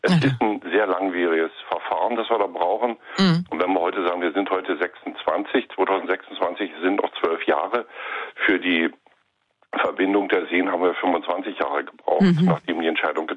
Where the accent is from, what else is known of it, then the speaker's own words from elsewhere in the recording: Lusatia, Germany; wenn man so wie ich hier de facto an der Tagebaukante groß geworden ist in der Lausitz, dann ist das schon fantastisch.